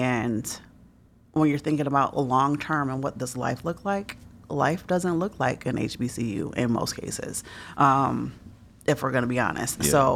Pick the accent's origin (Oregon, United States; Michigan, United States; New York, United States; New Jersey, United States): New York, United States; Rochester; I am from Rochester.